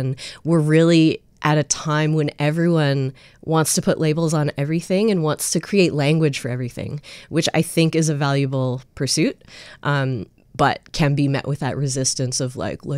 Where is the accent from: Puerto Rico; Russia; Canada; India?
Canada; moved away; also born or lived in Australia; I started doing the show in Canada in 2024. And in the beginning, I self-described as Asian Canadian Australian.